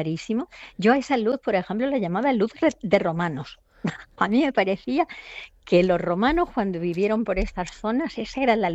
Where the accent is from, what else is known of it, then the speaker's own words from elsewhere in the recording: Elda, Valencian Community, Spain; moved away; voy a hablar de mi tierra, pero no solamente de Elda, que es mi pueblo, sino de toda nuestra zona, toda nuestra comarca.